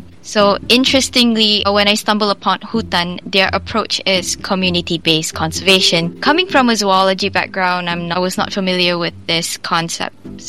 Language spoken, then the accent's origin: English; Sandakan, Sabah, Malaysia; I am a Malaysian, born and raised in a small town in Sabah, which is called Sandakan